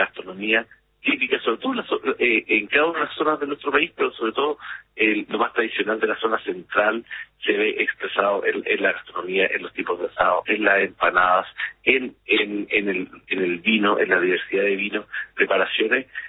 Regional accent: Chile

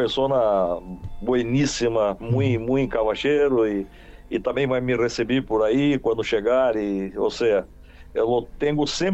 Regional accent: São Paulo, Brazil; Spanish is a second language; yo soy de São Paulo y soy profesor de educación física por allá hace 40 años

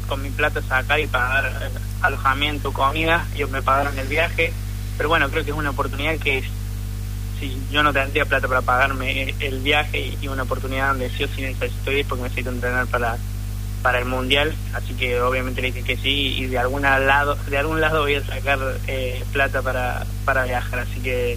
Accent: Córdoba, Argentina; Yo soy de Estación Ferreira, que es una cuadrita que está al lado de Barrio Ituzaingó, pero mi barrio es solamente una cuadra, después todo lo demás es Ituzaingó.

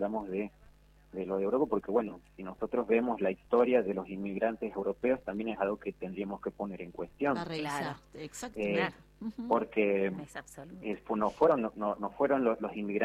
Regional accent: Catamarca, Argentina; la verdad que es todo un orgullo para uno como norteño, como catamarqueño, poner en consideración estos saberes

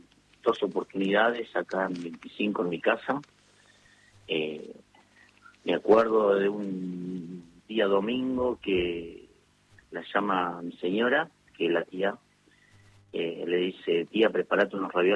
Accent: 25 de Mayo, Buenos Aires Province, Argentina; also born or lived in Pontevedra; Bueno, la 25 de mayo yo nací en Pontevedra, provincia de Buenos Aires, y en el año 70 mis padres compraron acá 25 de mayo, y bueno, del año 70 somos de 25 de mayo.

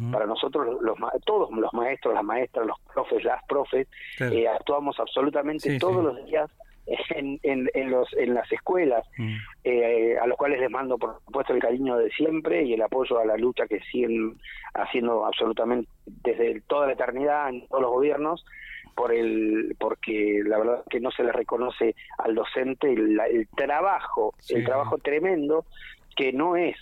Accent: Puerto Deseado, Santa Cruz, Argentina; que pinta un poco la Patagonia, la soledad, el viento, la costa, los acantilados, muy similares a mi pueblo, Puerto Deseado.

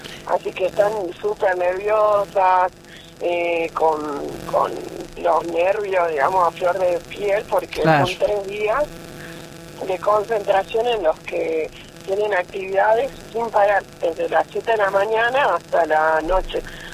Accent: Salta, Argentina; yo soy orgullosísima de Salta, con todas sus localidades

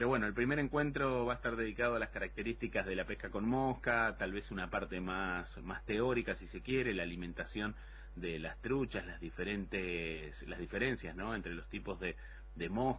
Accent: Entre Ríos, Argentina; No, muy poco. No, y eso que vengo de Entre Ríos.

